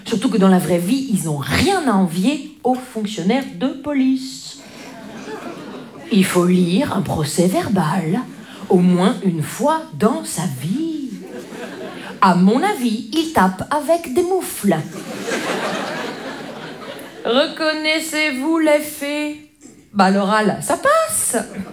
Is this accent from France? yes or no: yes; Grand Est, France; Moi, je viens des Vosges. Les Vosges.